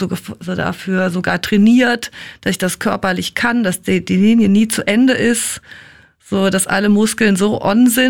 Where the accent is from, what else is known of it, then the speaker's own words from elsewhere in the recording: Frankfurt, Hesse, Germany; moved away as an adult; now in Berlin, Germany; ich bin ja auch in Frankfurt aufgewachsen.